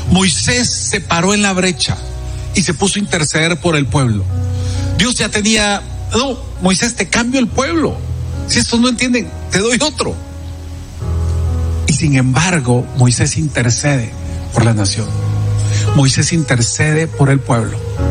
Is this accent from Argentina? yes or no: no; Guatemala; Pedimos perdón como guatemaltecos